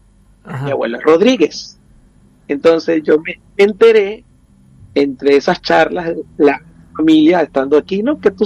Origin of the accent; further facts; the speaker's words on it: Maturín, Monagas, Venezuela; moved away as an adult; yo nací en Maturín, en estado Monagas.